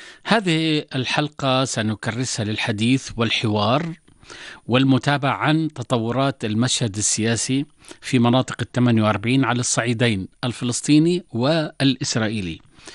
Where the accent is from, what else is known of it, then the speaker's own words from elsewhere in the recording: Jordan; وأيضا على المستوى الوطني يعني إحنا كأردنيين دائما يعني ننظر لكم